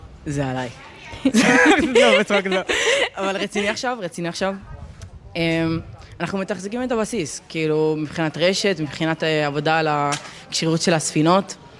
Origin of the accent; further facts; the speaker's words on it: Dimona, Southern District, Israel; אוקיי, אז אני באה מקהילת העבריים בדימונה. מי שמכיר, מי שלא, תכירו עכשיו, היי. אז בעצם אנחנו עלינו לארץ מארצות הברית, אז ההורים שלי הם וושינגטון די-סי.